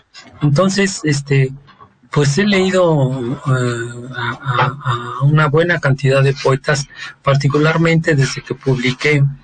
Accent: Italy; also born or lived in Rome; now in Toluca, Mexico; yo siendo italiano, él en Florencia y yo en Roma

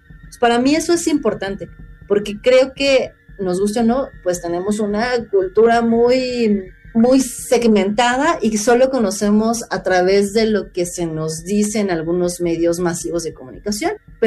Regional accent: Mexico; nosotros mismos como mexicanos conozcamos un poquito más de nuestra cultura

